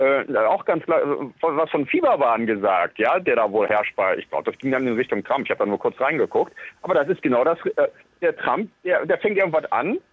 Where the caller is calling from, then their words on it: North Rhine-Westphalia, Germany; wie man hier am Niederrhein sagt.